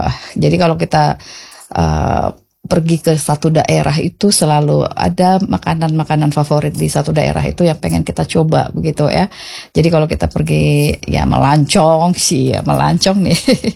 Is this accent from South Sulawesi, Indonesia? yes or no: no; North Sumatra, Indonesia; karena saya orang Batak, makanan favorit orang Batak itu banyak, gitu ya.